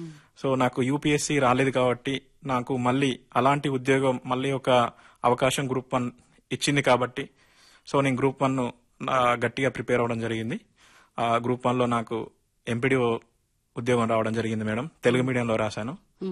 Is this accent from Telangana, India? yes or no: yes; Dharmaram, Telangana, India; మాది ధర్మారం గ్రామం, భీమదేవరపల్లి మండలం, ప్రస్తుతం హన్మకొండ జిల్లాలో ఉంది మేడం.